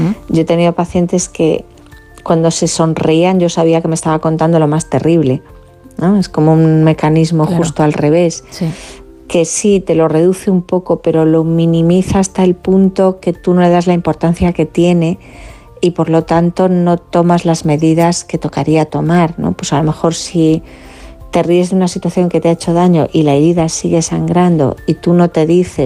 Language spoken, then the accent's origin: Spanish; Galicia, Spain